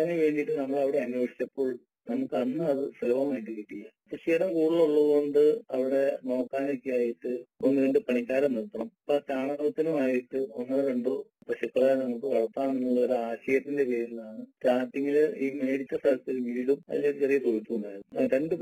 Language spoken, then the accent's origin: Malayalam; Ernakulam, Kerala, India; born there; എന്റെ വീട് എറണാകുളം മൂവാറ്റ റോഡില്, പ്രിൻസ് പുറ്റമാനൂർ എന്ന് പറഞ്ഞ ഒരു ചെറിയ ഗ്രാമത്തിലാണ്.